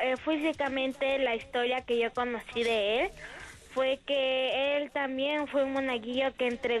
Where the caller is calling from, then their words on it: Quito, Pichincha, Ecuador; De Quito, Pichincha.